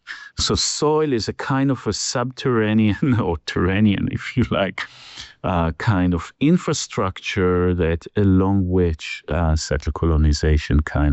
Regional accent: Haifa, Haifa District, Israel; born and raised in Haifa

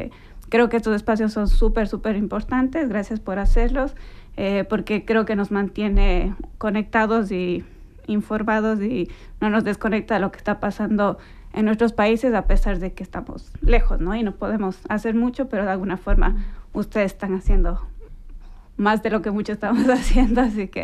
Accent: Ecuador; now in Zurich, Switzerland; me mudé hace poco tiempo a Zurich, soy ecuatoriana, y para mí es importante poder conectar con gente de mi propia comunidad

